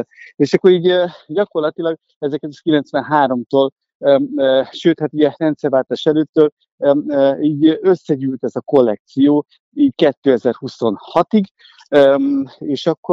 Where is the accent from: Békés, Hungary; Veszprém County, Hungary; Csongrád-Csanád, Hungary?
Békés, Hungary; Orosháza; Valóban én Orosházi vagyok, és én 1993-ban kezdtem el dolgozni a mentőszolgálatnál.